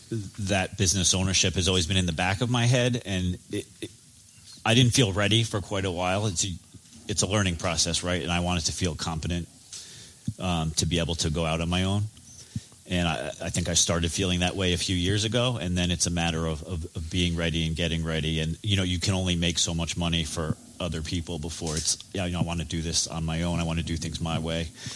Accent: White Plains, New York, United States; now in Philadelphia, United States; I've been a personal injury attorney for about 13 years now. I grew up in New York in White Plains, a city a little bit above.

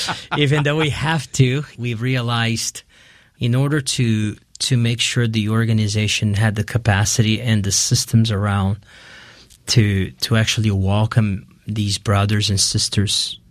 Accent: Brazil; English is a second language; Well, I grew up in Brazil. As a Brazilian, you hear about Christ, you have the big Christ in mm-hmm. Rio, and you know, so Christianity is not something I never heard of it.

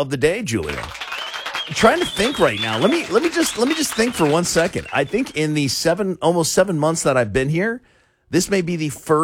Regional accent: West Palm Beach, Florida, United States; So I'm from West Palm Beach.

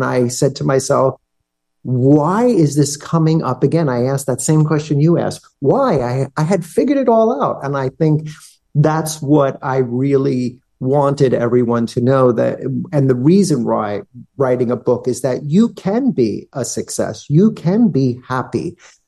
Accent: Staten Island, New York, United States; from Staten Island.

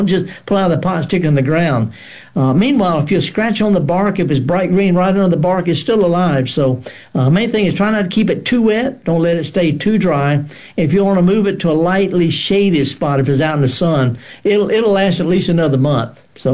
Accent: Mississippi Delta, United States; Okay. Now, I'm from the Delta.

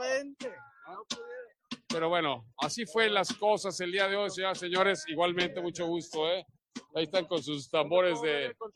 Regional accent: Mexico; Yo soy mexicano, pero yo digo la verdad.

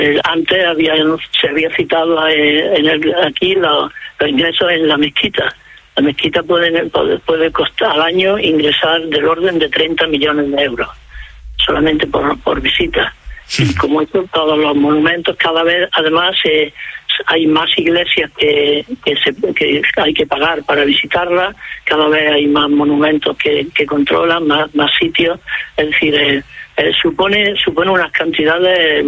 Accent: Córdoba, Andalusia, Spain; Yo que soy de Córdoba. ¿Quién puede poner un precio a la mezquita de Córdoba?

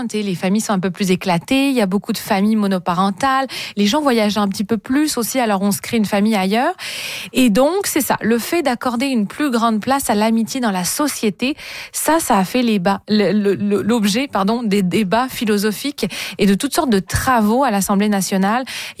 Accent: Quebec, Canada; il n'existe pas encore chez nous au Québec de propositions comme ça

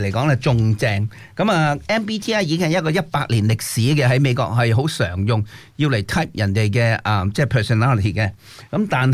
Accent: Hong Kong; now in Australia; 我是一位来自中国香港的来到澳洲，移民28年前来到这里

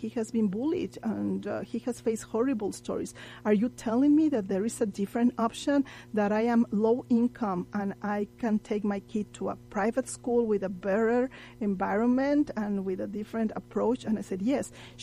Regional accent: El Paso, Texas, United States; Since I am from El Paso

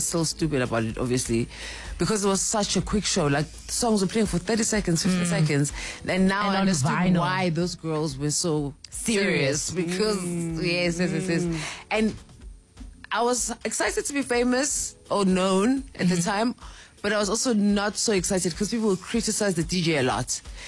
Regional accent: KwaZulu-Natal, South Africa; moved away as an adult; now in Johannesburg, South Africa; I came back to Joburg, because I'm from Natal, came back to Joburg to study at UJ.

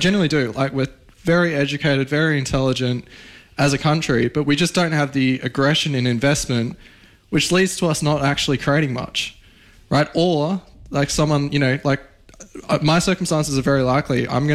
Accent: Australia; And us as an Australian gets absolutely nothing in return.

